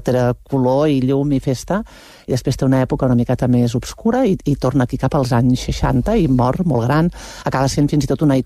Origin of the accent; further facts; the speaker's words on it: Prats de Lluçanès, Catalonia, Spain; Tio, és que jo soc de Prats de Lluçanès.